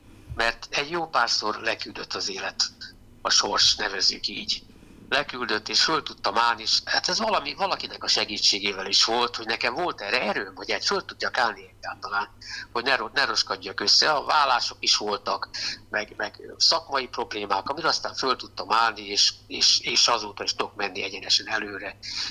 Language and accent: Hungarian; Budapest, Hungary; born there; also born or lived in Pápa; mert én pápán születtem, és ott voltam minden évben egy olyan hónapot, másfél hónapot nyaralni Budapestről